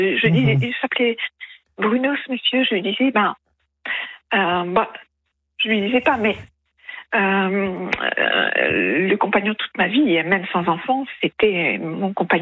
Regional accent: Hauts-de-France, France; Je suis native du Pas-de-Calais

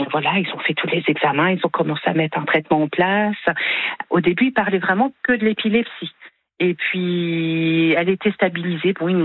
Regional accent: Saumur, Pays de la Loire, France

